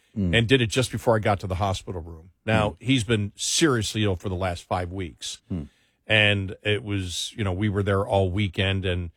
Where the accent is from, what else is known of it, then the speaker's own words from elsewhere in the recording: Buffalo, New York, United States; we're from Buffalo, we root for the Bills, but we live here.